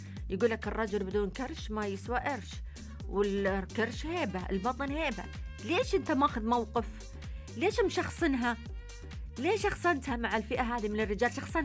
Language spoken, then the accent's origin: Arabic; Sudan; طيب عندنا في السودان أمينة ما في اهتمام بالوزن، وزنك جيبك بس.